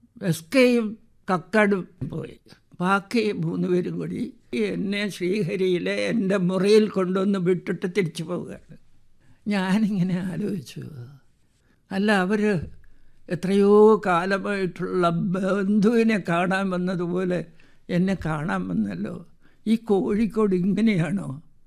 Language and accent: Malayalam; Thiruvananthapuram, Kerala, India; now in Kozhikode, India; ഞാൻ തിരുവനന്തപുരത്തുകാരനാണ്. കോഴിക്കോട്ട് വന്നപ്പോൾ എഴുതി തുടങ്ങിയ ഒരു ചെറുപ്പക്കാരനായ എന്നെ കാണാൻ ഈ വലിയ എഴുത്തുകാർ എങ്ങനെ എൻ്റെ റൂം അന്വേഷിച്ചെത്തി